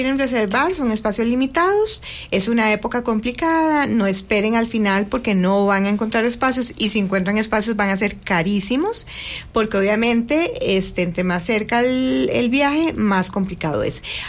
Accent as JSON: {"language": "Spanish", "country": "Costa Rica", "said": "la gente va aprendiendo que los impuntuales somos los ticos, pero vamos a otro país y tenemos que aprender de puntualidad."}